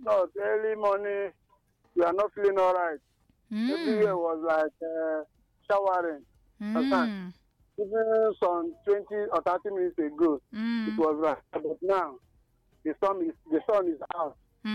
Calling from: Benue, Nigeria; calling from Ubukuro, Benue State.

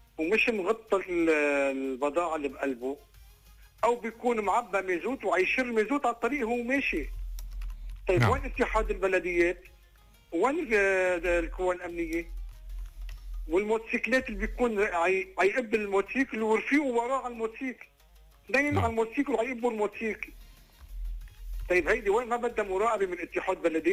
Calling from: North Governorate, Lebanon; من الدنيا

